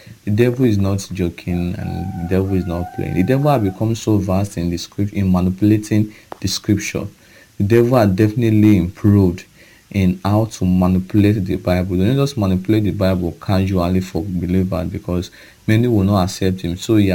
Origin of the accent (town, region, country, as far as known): Okada, Edo, Nigeria